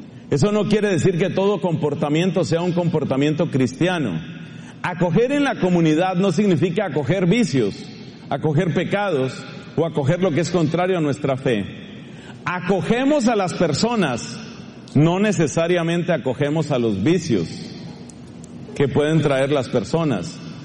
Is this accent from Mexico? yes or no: no; Colombia; yo, como colombiano, le tengo mucho cariño al plátano